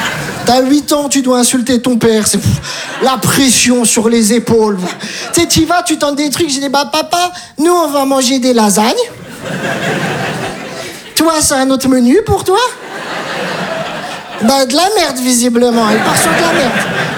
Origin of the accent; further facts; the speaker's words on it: Metz, Grand Est, France; Je viens de Metz